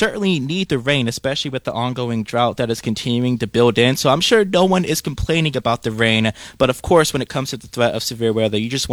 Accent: Texas, United States; This is my first time up in Wisconsin. I've been here for about 2 weeks now, and I came from Texas.

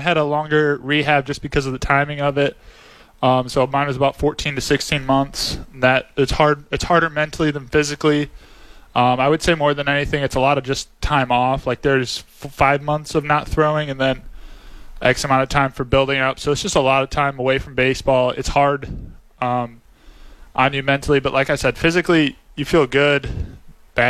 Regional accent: Michigan, United States; I'm from Michigan, so I'm not far from here at all

